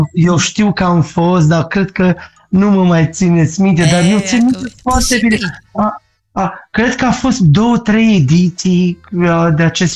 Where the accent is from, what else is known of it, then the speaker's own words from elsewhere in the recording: Ungheni, Ungheni District, Moldova; Păi eu sunt de acolo.